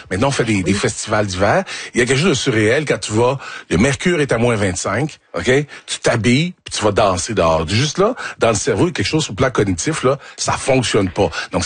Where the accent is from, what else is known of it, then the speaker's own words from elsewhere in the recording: Quebec, Canada; Tu sais, moi, j'ai grandi en Mauricie, OK?